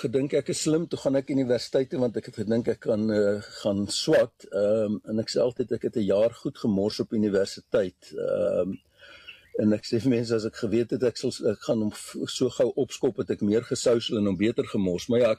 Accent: Johannesburg, Gauteng, South Africa; moved away as an adult; also born or lived in Queenstown / Alberton; paar jaar was in Alberton, toe ons 4 jaar, tot so omtrent 4 jaar, en toe het ons Linden toe getrek, en toe in Linden gewees tot ek matriek geskryf het en ek die wêreld ingevaar het.

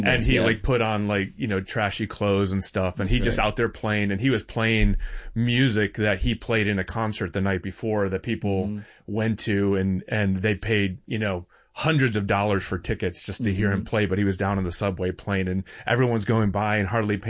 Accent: New York, United States; as a New Yorker

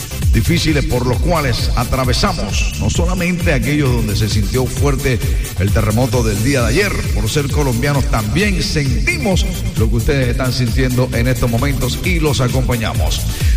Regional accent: Colombia; No importa dónde hayas nacido, en qué parte de Colombia, lo importante es que somos colombianos

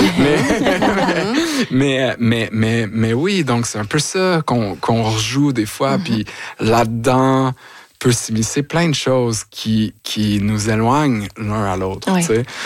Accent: Quebec, Canada; born there; je suis retournée dans ma région natale, c'est-à-dire Vaudreuil-Soulanges.

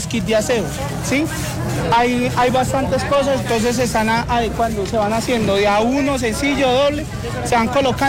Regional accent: Tolima, Colombia; also born or lived in Cundinamarca; Nací en Cundinamarca, pero me crié en el Tolima.

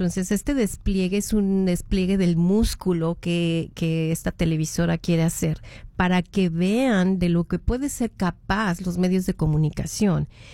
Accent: Mexico; moved away; Yo que soy mexicana y pues colaboro con mexicanos en el exterior

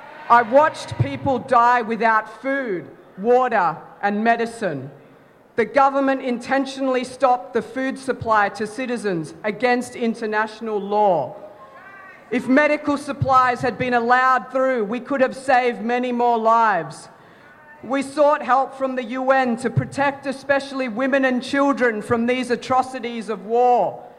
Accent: Darwin, Northern Territory, Australia; I'm also an Aussie. And I was fortunate that my family found safety on Larrakia land in Darwin, where I grew, where I studied, and where I worked.

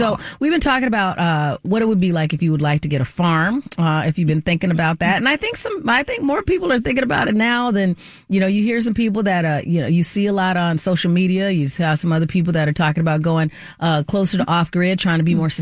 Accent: Southwest, United States; growing up in the Southwest is like Southern, but without the good accent. So we have a lot of the same words.

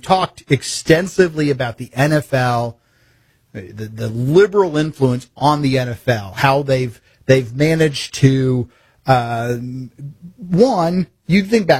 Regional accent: Midwest, United States; I mean, I'm from the Midwest.

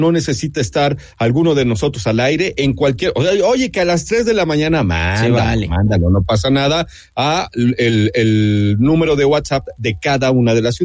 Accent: Mexico; yo a lo mejor soy un mal mexicano

